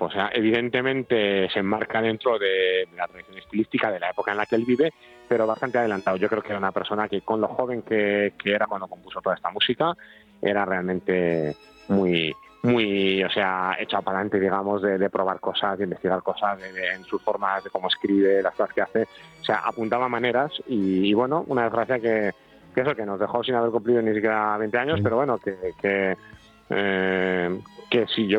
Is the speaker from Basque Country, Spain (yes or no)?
yes; Bilbao, Basque Country, Spain; pues un poco porque como soy de Bilbao y Arriaga en Bilbao siempre ha sido la figura así más llamativa musical